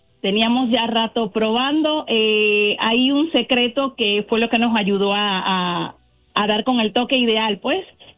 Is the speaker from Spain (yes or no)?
no; Venezuela; No, yo soy, yo soy venezolana y mi esposo es mexicano.